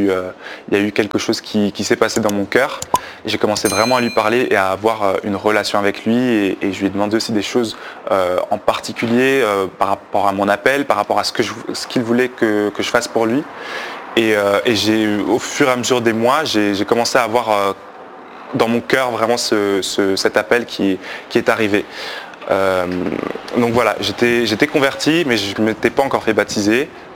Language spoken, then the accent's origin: French; Belgium; Donc j'ai grandi en Belgique du coup, j'ai eu une enfance assez normale avec ma famille qui est chrétienne et donc tous les dimanches on allait à l'église